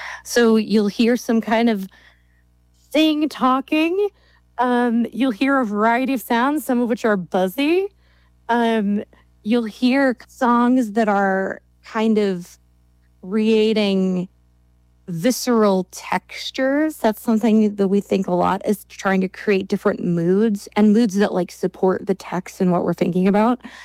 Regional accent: Minnesota, United States; Because I grew up in Minnesota, which I also love, and I love water, but I am still astonished by mountains.

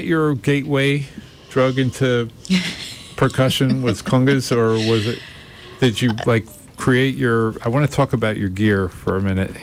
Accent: New Jersey, United States; now in Charlottesville, United States; See, I'm from Jersey

